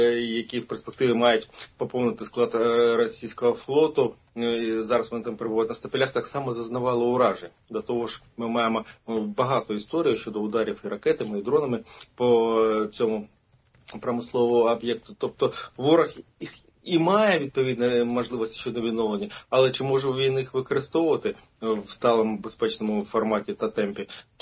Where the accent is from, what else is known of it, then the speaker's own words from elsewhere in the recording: Crimea, Ukraine; я ж кримчанин